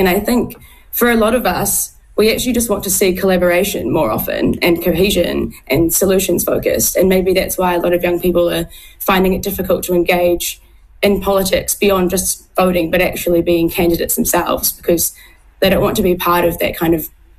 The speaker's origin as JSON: {"language": "English", "town": "Tauranga", "region": "Bay of Plenty", "country": "New Zealand", "lives_now": "Wellington, New Zealand", "said": "I'm from Tauranga, and so I know Tom Rutherford personally from school days"}